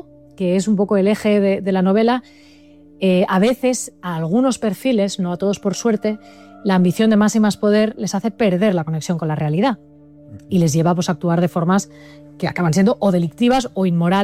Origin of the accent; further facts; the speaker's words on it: Barcelona, Catalonia, Spain; now in Madrid, Spain; Pues fíjate que soy de Barcelona, llevo 15 años en Madrid